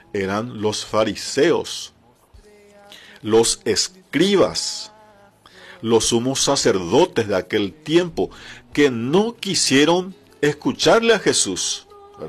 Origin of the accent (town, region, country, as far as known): Paraguay